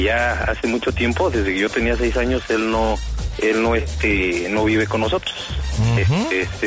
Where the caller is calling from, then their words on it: Nicolás Romero, State of Mexico, Mexico; Aquí de Nicolás Romero